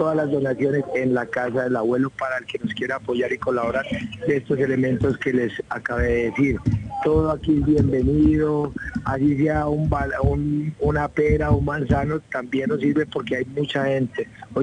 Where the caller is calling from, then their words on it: Villa de Leyva, Boyacá, Colombia; de Villa de Leyva, soy fisioterapeuta